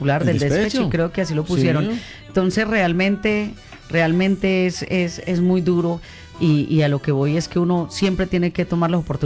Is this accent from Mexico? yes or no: no; Antioquia, Colombia; Saludo a mi pueblo primero, saludo a mi pueblo que lo que soy yo se lo debo a Antioquia, a Medellín.